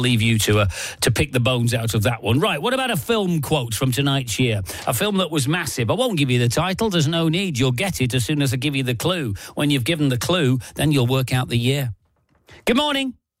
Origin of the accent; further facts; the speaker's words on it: Manchester, North West England, United Kingdom; I'm a Manchester United fan nominally, but I couldn't name the first 11. I'm a Mancunian.